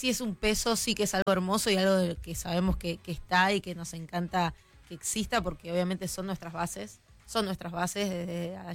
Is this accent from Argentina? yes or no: yes; Tucumán, Argentina; Soy tucumana, pero no fanaticé nunca ni por San Martín ni por Atlético.